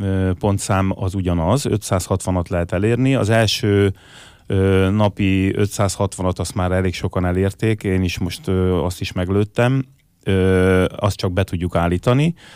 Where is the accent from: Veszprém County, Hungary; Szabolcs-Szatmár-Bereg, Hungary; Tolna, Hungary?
Tolna, Hungary; Paks; born there; also born or lived in Pusztaencse; now in Telki, Hungary; Én csak Pakson születtem.